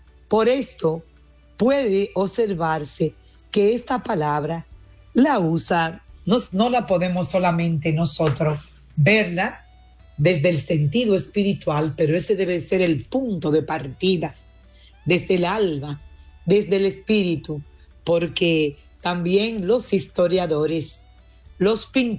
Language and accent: Spanish; Dominican Republic; Y hoy podemos decir que somos República Dominicana.